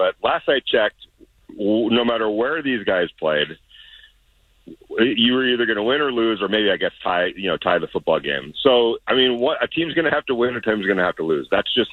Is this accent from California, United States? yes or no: yes; California, United States; I grew up in Southern California, so I don't care what era you're talking.